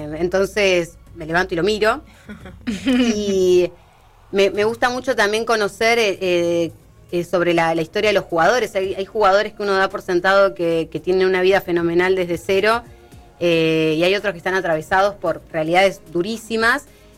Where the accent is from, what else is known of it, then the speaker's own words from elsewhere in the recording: Argentina; soy argentina y porque es la tierra de Maradona.